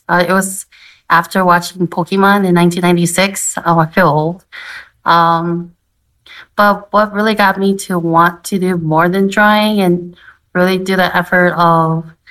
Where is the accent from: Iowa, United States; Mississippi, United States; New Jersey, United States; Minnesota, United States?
Minnesota, United States; St. Paul; I was born and raised in Minnesota. I was born in St. Paul. So I have grew up in Midway and Brocktown. It's like home to me.